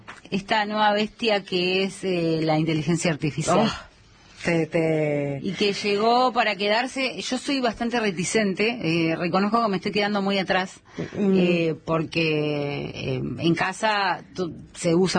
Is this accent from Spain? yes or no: no; Patagonia, Argentina; moved away as an adult; A los que somos patagónicos